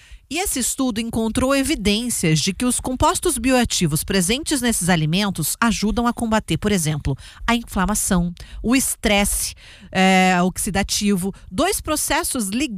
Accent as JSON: {"language": "Portuguese", "region": "Mato Grosso do Sul", "country": "Brazil", "tie": "born or raised there", "moved": "yes", "lives_now": "Campo Grande, Brazil", "said": "E eu que cresci em Anastácia aqui da Uana, tinha muito dessa fruta no quintal de casa."}